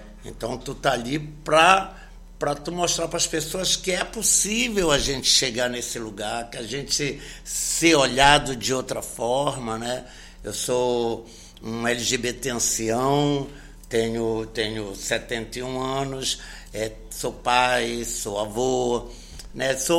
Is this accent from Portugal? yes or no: no; Belém, Pará, Brazil; born there; eu nasci no Reduto, a minha família é uma família de refugiados, né, refugiados espanhóis que chegaram, isso no início do século passado